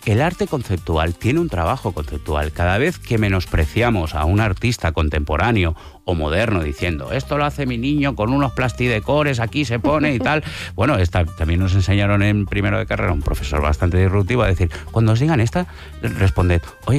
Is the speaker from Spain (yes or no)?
yes; Sant Feliu de Llobregat, Catalonia, Spain; born there; es de mi pueblo, de San Feliu de Llobregat.